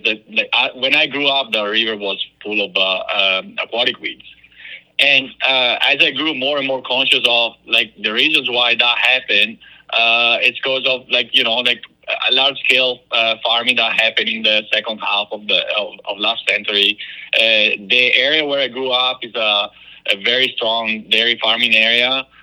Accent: Northeast Italy, Italy; moved away; I'm originally from Italy. I grew up in a family farm in northeast Italy

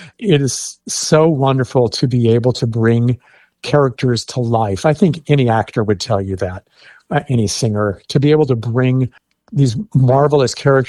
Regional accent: Tulsa, Oklahoma, United States; I grew up in Tulsa

